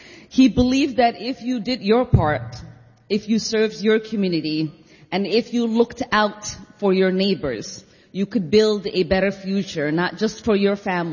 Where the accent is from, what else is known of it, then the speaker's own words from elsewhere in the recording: Minnesota, United States; As a Minnesotan, I know something about the spirit of the Midwest.